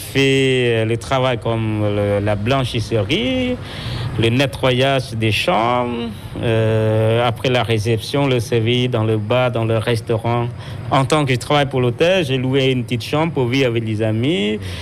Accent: Cambodia; born there; French is a second language; now in Siem Reap, Cambodia; je suis retourné à mon village natal et j'ai trouvé ma maison, mes parents.

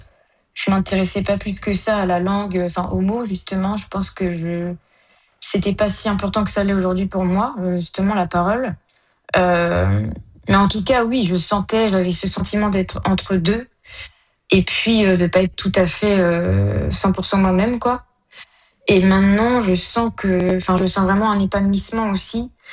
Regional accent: France; je suis française, mais j'ai quelque chose en plus, puisque pour moi, c'est une richesse.

